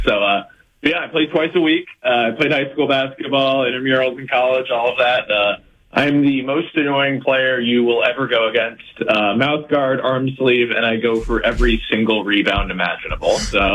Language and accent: English; California, United States; I grew up in the Bay